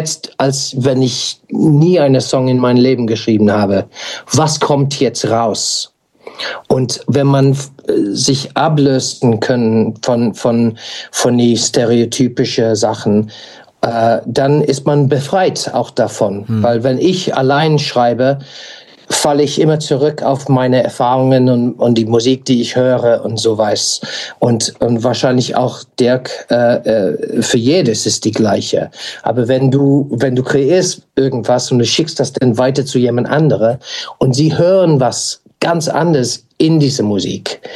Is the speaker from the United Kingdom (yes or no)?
yes; United Kingdom; German is a second language; moved away; als Brite